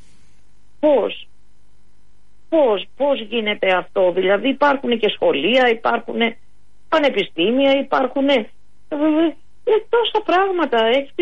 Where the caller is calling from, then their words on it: Attica, Greece; Επειδή είμαι στις παρυφές του ημιτού. Και το έχω ζήσει και εγώ, όχι λόγω της δουλειάς μου, λόγω της κατοικίας μου.